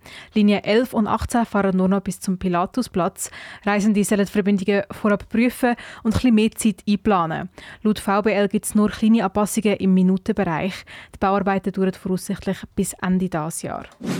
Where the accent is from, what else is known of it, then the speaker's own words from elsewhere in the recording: Switzerland; Nirgends ist Demokratie so direkt wie bei uns in der Schweiz.